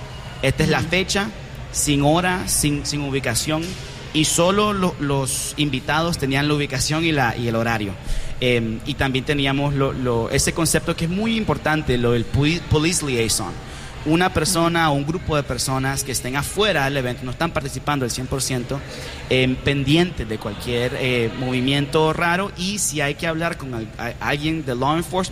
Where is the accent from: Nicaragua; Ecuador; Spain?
Nicaragua; porque soy nicaragüense y en Nicaragua desaparecen gente por eso.